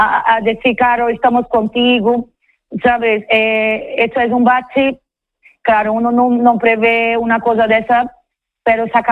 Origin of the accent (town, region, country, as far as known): São Luís, Maranhão, Brazil; now in Spain